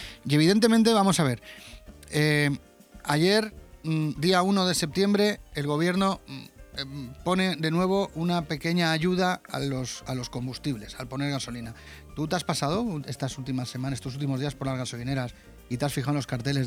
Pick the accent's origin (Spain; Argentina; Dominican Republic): Spain; Benidorm, Valencian Community; born there; Yo, como he dicho, soy de Benidorm, nací en Benidorm, vivo en Benidorm, disfruto de Benidorm y amo y siento una pasión tremenda por mi ciudad